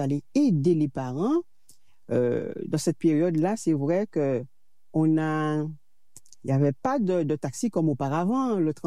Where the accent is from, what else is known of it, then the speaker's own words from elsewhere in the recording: Ajoupa-Bouillon, Martinique; Alors, je viens de la commune d'Ajoupa-Bouillon, au nord.